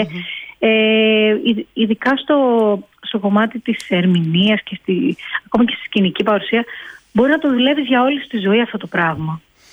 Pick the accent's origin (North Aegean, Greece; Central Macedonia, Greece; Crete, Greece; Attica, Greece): Crete, Greece; Γιατί επειδή μεγάλωσα και στην Κρήτη δεν έτυχε να το δω κάπου